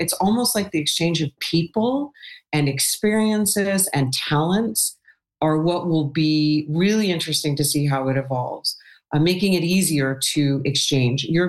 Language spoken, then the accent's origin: English; Toronto, Ontario, Canada; because they expected me to be from Quebec. But I spoke French and I was from Toronto.